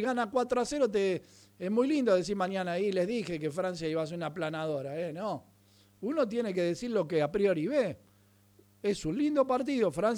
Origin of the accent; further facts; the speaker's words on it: Uruguay; como decimos en Uruguay